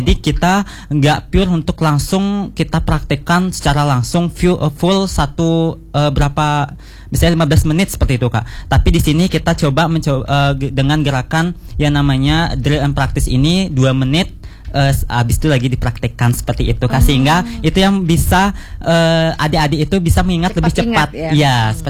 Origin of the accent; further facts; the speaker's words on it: Menyali, Bali, Indonesia; tradisi atau tarian yang dari desa saya sendiri